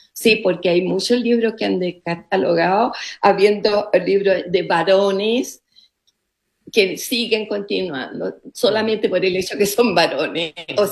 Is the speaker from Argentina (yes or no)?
no; Chile; en 85 años tú has vivido mucho. Y más yo soy chilena, entonces en mi país han sucedido muchas cosas.